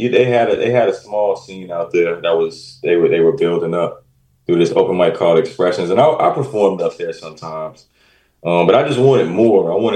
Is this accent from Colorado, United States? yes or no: no; Maywood, Illinois, United States; So I'm originally from Maywood, so I'm from the west suburbs.